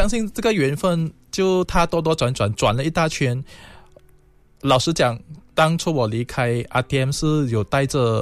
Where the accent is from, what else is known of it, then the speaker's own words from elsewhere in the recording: Kuching, Sarawak, Malaysia; moved away; 那我本身是来自沙拉越古晋